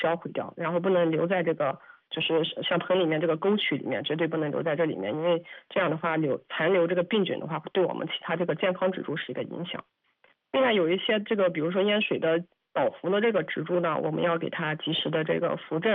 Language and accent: Chinese; Anhui, China; 像我们安徽这边的话